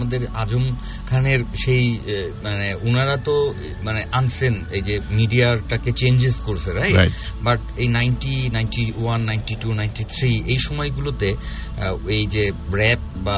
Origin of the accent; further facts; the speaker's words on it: Khulna, Khulna Division, Bangladesh; also born or lived in Jhenaidah; আমি আমার ছোটবেলাটা কেটেছে, বড় হয়েছে আসলে খুলনাতে। আমি খুলনা খালিশপুর পোর্ট স্কুল, যেটা মোংলা বন্দর কর্তৃপক্ষ খুলনা খালিশপুরে, ওখানে আমি বড় হয়েছি।